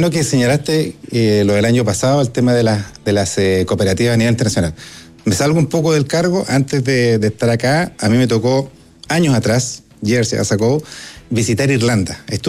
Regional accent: Valdivia, Los Ríos, Chile; Yo soy del sur, yo soy de Valdivia.

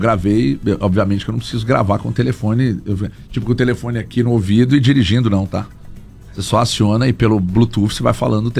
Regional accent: Itapecerica da Serra, São Paulo, Brazil; Sou de Itapsirica da Serra. Tá ligado?

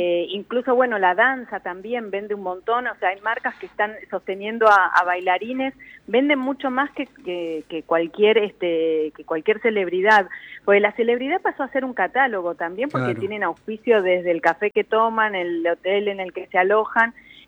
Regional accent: Argentina; Y nosotros creo que como argentinos tenemos que hacer algo con el tema de los calces

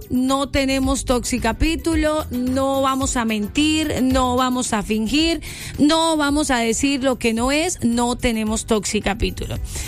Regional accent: Colombia; Para ellos ahora mismo es una necesidad que solamente nosotros como colombianos y patriotas, como hermanos, podemos suplir.

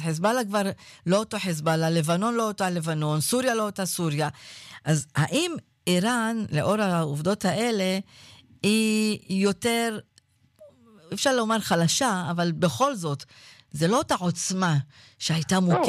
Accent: Northern Israel, Israel; now in Jerusalem, Israel; כי גם אני צפונית, כן? אמנם אני גרה בירושלים, אבל אני צפונית

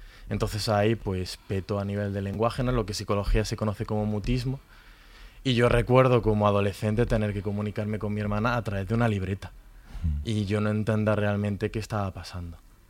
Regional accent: Granada, Andalusia, Spain; Yo soy de Granada, ¿no?

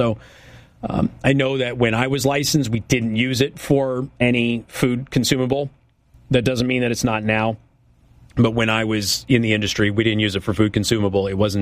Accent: Wisconsin, United States; Oh, and by the way, I grew up in Wisconsin.

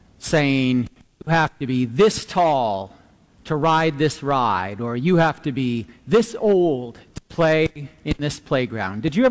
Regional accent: Ohio, United States; I went with my kids back to the town I grew up in Ohio, last week.

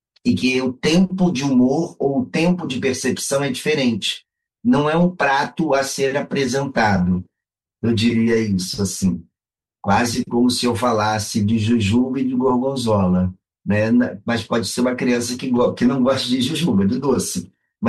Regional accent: Rio de Janeiro, Brazil; born or raised there; also born or lived in Alegrete, Rio Grande do Sul / northern Brazil

